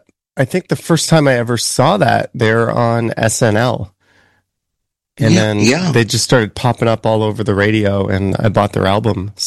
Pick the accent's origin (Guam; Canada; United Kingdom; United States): Canada; Mississauga, Ontario; Growing up, I grew up in Mississauga, but my dad, you know, grew up in Toronto his whole life.